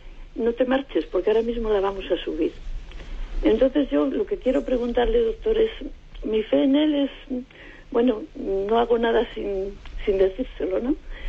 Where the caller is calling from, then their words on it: Santander, Cantabria, Spain; de Santander.